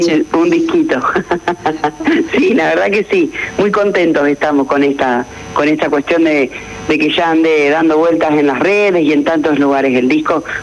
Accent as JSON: {"language": "Spanish", "region": "Santa Fe", "country": "Argentina", "tie": "born or raised there", "said": "Hemos ido a Santo Tomé, a mi pueblo, a Helvecia."}